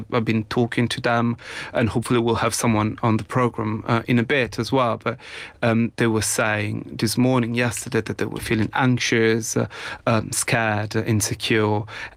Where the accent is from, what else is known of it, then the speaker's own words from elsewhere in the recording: Genoa, Liguria, Italy; moved away; I'm originally from Genoa, and I was visiting my family